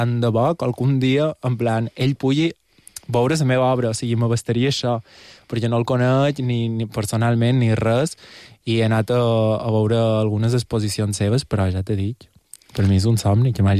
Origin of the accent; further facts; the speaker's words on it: Portocolom, Balearic Islands, Spain; Soc de Porto Colom i vaig molt a Sallà